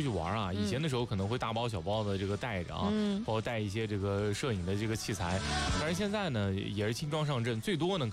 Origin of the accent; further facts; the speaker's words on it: Hefei, Anhui, China; 我就说我是这个安徽合肥的